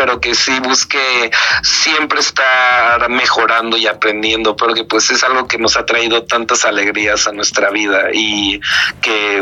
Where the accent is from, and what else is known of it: Mexico